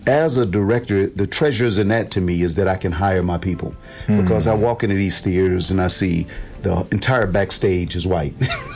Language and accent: English; Lackawanna, New York, United States; born or raised there